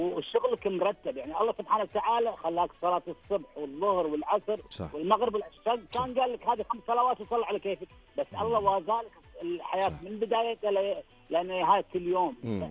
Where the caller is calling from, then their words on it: Kuwait; ولدكم من الكويت